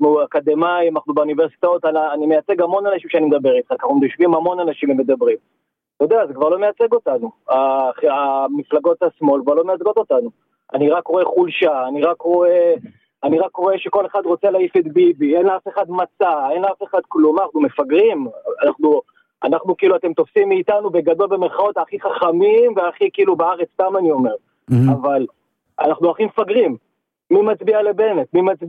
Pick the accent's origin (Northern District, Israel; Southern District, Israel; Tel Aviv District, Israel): Tel Aviv District, Israel; Tel Aviv; גדלנו בורן אנד רייז, רמת אביב ג', משפחה שופטים, עורכי דין. כמו שאומרים, האליטה של ישראל.